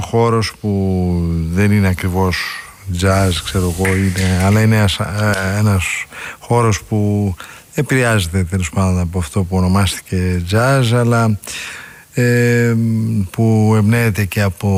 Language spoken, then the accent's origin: Greek; Pelasgia, Central Greece, Greece; Α, είσαι κοντοπατριώτης με μένα. Εγώ είμαι ο Πελασγία.